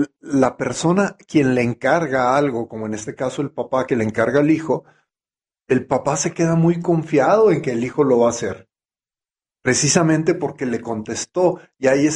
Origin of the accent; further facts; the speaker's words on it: Mexico; moved away; nosotros que venimos de México